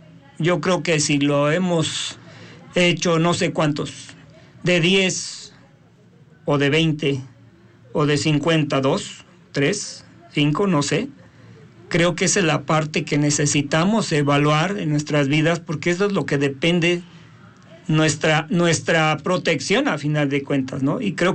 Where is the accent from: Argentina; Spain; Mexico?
Mexico